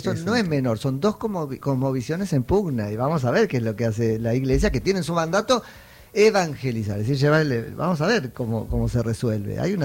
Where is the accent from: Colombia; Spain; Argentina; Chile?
Argentina; Somos intensos los argentinos, yo lo reconozco.